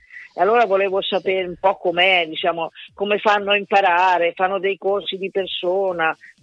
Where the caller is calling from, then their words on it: Bologna, Emilia-Romagna, Italy; qui a Bologna